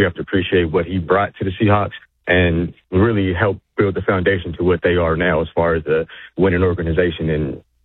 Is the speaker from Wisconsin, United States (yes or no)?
no; Seattle, Washington, United States; I'm born and raised in Seattle.